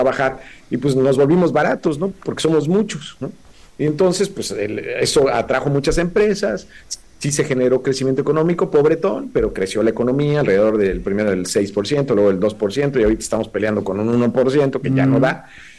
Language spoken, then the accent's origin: Spanish; Mexico; Y lo que aprendí, entre otras cosas, es que la verdad no hemos aprendido mucho, Enrique, como mexicanos.